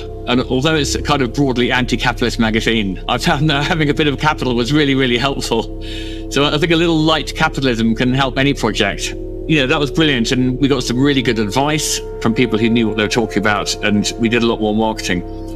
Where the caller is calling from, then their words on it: London, United Kingdom; I am calling from West London, from the office of the Idler magazine.